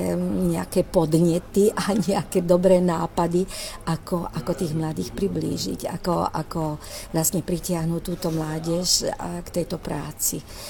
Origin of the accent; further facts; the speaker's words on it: Banská Štiavnica, Banská Bystrica Region, Slovakia; now in Lombardy, Italy; Ja som z Banskej Štiavnice.